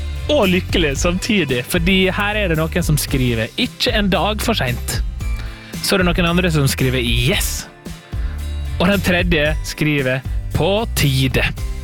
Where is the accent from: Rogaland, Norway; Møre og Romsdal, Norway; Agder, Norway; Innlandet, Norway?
Møre og Romsdal, Norway; altså i nabobygda der jeg kommer fra, er det litt av, der er jeg bygd som heter Gursken